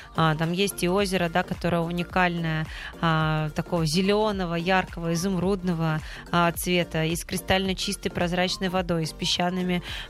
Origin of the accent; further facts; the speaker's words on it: Velikiye Luki, Pskov Oblast, Russia; Еще одно популярное место, конечно, для нас великолучан — это Опухлики.